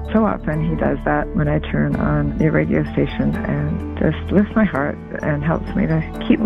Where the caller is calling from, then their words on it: Hutchinson, Kansas, United States; I'm calling from Hutchinson, Kansas.